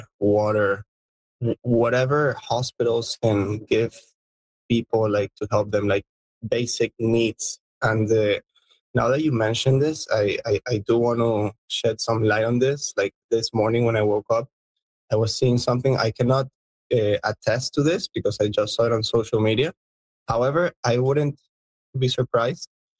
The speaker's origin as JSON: {"language": "English", "region": "Quebec", "country": "Canada", "also_born_or_lived": "Montreal", "lives_now": "Venezuela", "said": "I was originally based in Montreal. I lived there 12 years. I'm a Canadian. I'm now back here in Venezuela."}